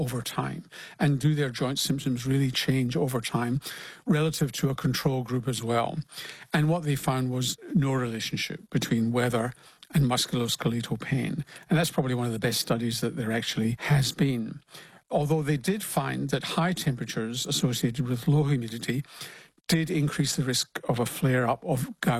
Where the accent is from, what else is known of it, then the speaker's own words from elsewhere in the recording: Glasgow, Scotland, United Kingdom; now in Australia; But it may well be that nice weather, such as you tend to get in Australia rather than Glasgow, my hometown, suggests that it's easier to get out and exercise and be fitter and healthier.